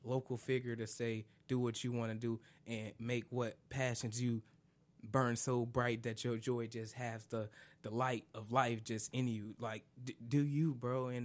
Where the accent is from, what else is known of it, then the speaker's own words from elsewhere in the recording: Champaign, Illinois, United States; I'm from Champaign, and I'm from two blocks of this park. I've been at this park growing up to live. That was like my second home.